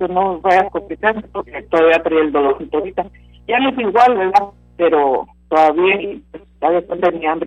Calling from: Méndez, Mexico; De Méndez.

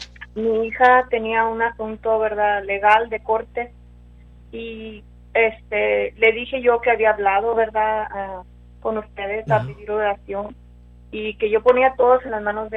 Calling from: Rio Grande City, Texas, United States; de Río Grande.

